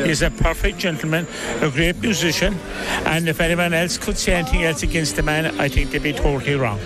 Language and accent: English; Cork, Munster, Ireland; Cork. The land of milk and honey.